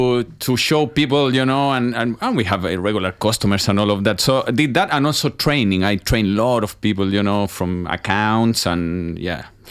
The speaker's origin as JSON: {"language": "English", "country": "Chile", "moved": "as an adult", "said": "So yeah, I'm from Chile, and I arrived here 17 years ago."}